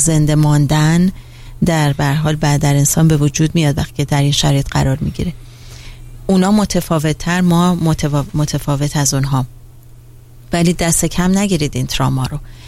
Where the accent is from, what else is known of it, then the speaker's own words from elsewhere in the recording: Iran; moved away; حالا تازه ما خارج از ایرانیم